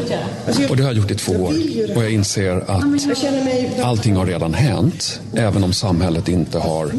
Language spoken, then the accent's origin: Swedish; Sweden; Jag är uppvuxen i Sverige på 70-talet, 80-talet, 90-talet.